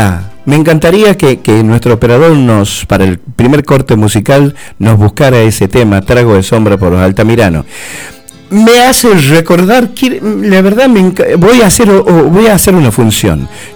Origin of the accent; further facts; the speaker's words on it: Tucumán, Argentina; somos tucumanos